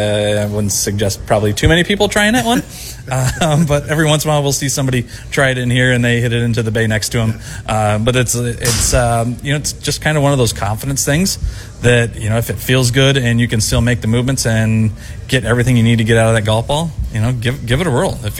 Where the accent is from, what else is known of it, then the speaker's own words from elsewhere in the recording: Phoenix, Arizona, United States; moved away; born and raised in Phoenix